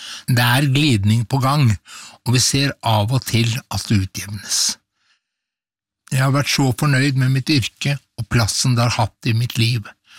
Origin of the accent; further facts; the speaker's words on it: Horten, Vestfold, Norway; moved away as an adult; now in Oslo, Norway; som mitt første stopp som florist og blomsterdekoratør da jeg kom fra Horten til hovedstaden på 70-tallet.